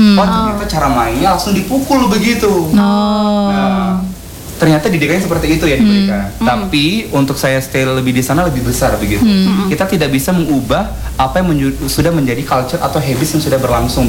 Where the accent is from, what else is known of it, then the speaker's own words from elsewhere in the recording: Bengkulu, Indonesia; born there; moved away as an adult; also born or lived in Yogyakarta; datang ke daerah saya begitu, di Provinsi Bengkulu.